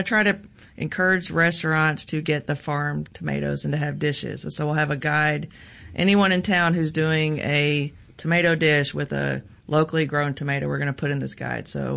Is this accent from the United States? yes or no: yes; Oklahoma City, Oklahoma, United States; born there; now in Memphis, United States; I claim that I'm a Memphian, but I was born in Oklahoma City. My husband says I'm a Midwesterner, but I have been in Memphis for a very, very, very long time.